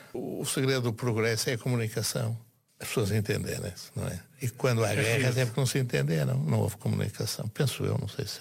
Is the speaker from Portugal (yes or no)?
yes; Porto, Norte, Portugal; a minha família é minhota, eu sou do Porto